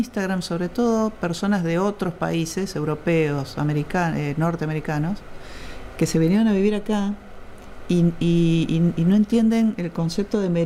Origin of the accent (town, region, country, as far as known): Argentina